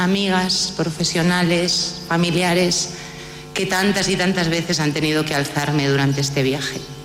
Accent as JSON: {"language": "Spanish", "region": "La Rioja", "country": "Spain", "said": "por recibir hoy el abrazo inmenso de mi tierra, La Rioja, en forma de reconocimiento"}